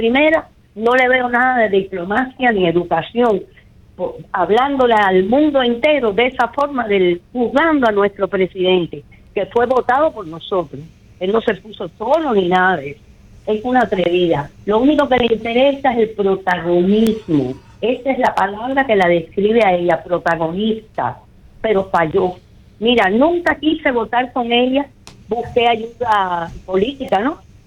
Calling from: Cuba; yo soy cubana

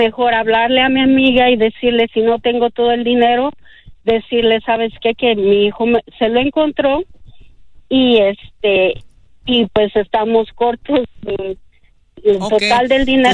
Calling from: Lancaster, California, United States; Hablo de Lancaster, California.

